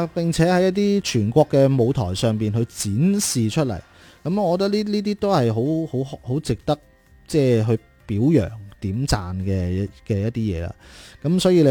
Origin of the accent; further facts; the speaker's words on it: Zhaoqing, Guangdong, China; 咁作为自己有我哋肇庆人